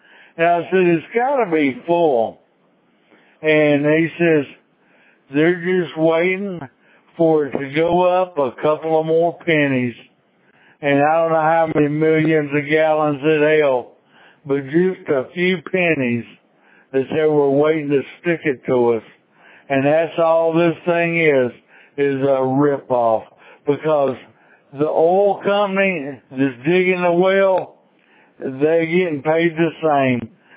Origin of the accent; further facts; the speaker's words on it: Charlotte, North Carolina, United States; born and raised in Charlotte